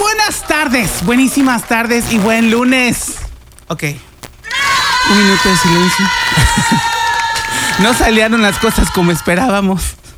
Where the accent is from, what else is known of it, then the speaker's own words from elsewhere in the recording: Mexico; como los mexicanos que somos